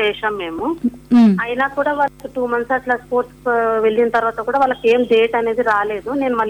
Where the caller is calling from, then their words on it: Hyderabad, Telangana, India; మేము హైదరాబాద్ నుంచి మాట్లాడుతున్నాం మేడం.